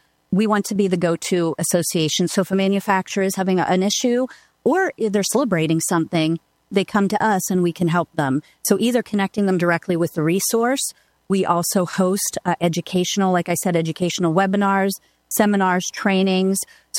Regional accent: Pittsburgh, Pennsylvania, United States; moved away as an adult; now in Tampa Bay area, United States; So I'm originally from Pittsburgh.

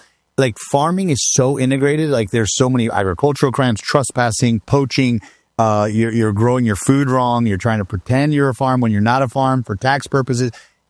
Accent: Florida, United States; there's a great pride in being an American, a great pride in being a Floridian.

